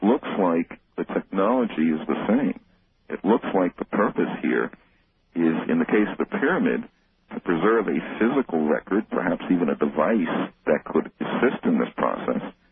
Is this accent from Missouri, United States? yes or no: yes; Missouri, United States; I'm from Missouri, and intellectually, I got to see it to believe it